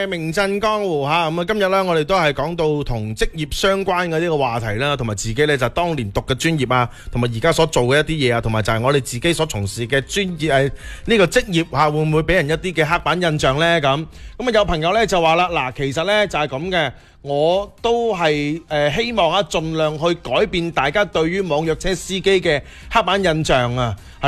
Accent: Guangdong, China; 我哋广东人

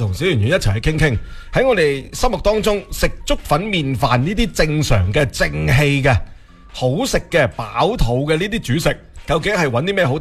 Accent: Guangdong, China; 我自己虽然作为一个广东人啦。

